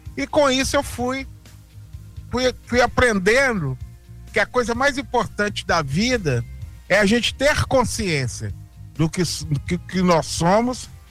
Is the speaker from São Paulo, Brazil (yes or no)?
no; Belo Horizonte, Minas Gerais, Brazil; sou nascido em Belo Horizonte